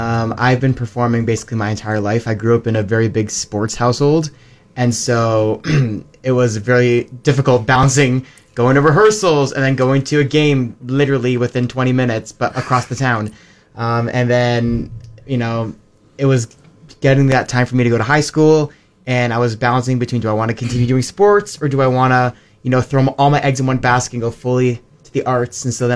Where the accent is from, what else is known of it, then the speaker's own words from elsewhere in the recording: Toronto, Ontario, Canada; moved away as an adult; now in Miami, United States; I am originally from Toronto, Ontario, but I moved back to the States for college.